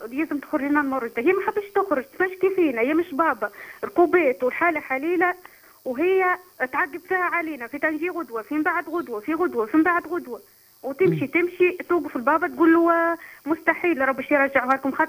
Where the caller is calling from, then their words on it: Sidi Bouzid, Tunisia; سيدي بوزيد الشرقي